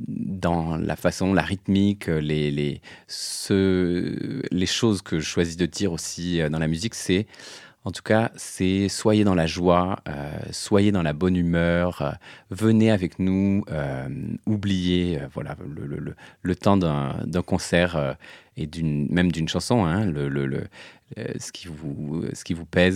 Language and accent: French; Canada; Moi, j'ai grandi au Canada, en Amérique du Nord, donc j'ai vraiment été baigné dans la musique Motown américaine, etc. Et la musique aussi des îles, parce que j'ai des origines antillaises.